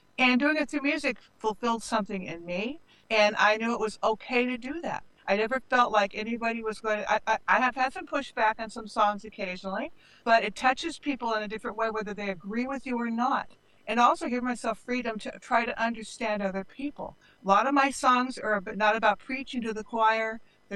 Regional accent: California, United States; I grew up on a ranch out in California by parents who were not educated people, just working folk.

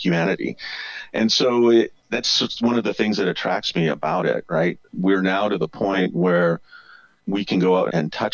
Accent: Wawanesa, Manitoba, Canada; I'm originally from Canada. I grew up in a very small town of 500 people, a small town about 120 miles due west of Winnipeg, Manitoba, a place called Wawanisa.

